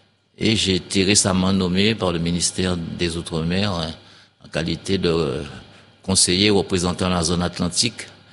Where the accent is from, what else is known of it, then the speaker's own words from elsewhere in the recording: Guadeloupe; je suis retombé dans ma région d'origine, c'est-à-dire l'agglomération